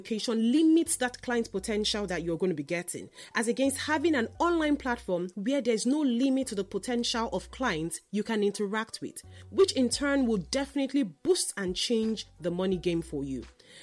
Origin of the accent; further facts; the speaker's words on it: Nigeria; as a Nigerian